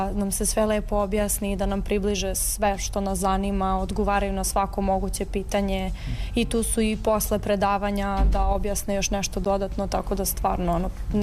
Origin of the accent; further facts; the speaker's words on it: Belgrade, Serbia; imam 17 godina, iz Beograda sam i učenica sam 4. godine 13. Beogradske gimnazije.